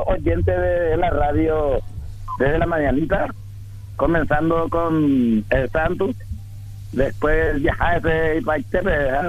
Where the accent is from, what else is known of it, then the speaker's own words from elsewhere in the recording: Paraguay; yo soy de Vila Aeropuerto